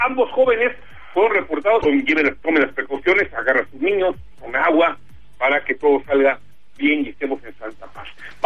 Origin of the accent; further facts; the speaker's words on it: Chiapas, Mexico; Nosotros en Chiapas, el mes patrio, pues lo sentimos más porque somos doblemente mexicanos